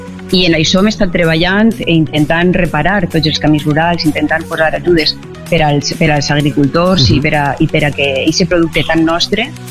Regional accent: Rafelguaraf, Valencian Community, Spain; és posar en valor també el que som, uh-huh, els valencians i les valencianes, i el que som les persones de Rafelguara.

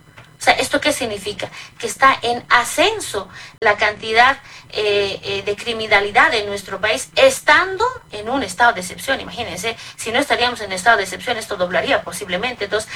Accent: Bolivia; nos hacen quedar mal como Estado boliviano

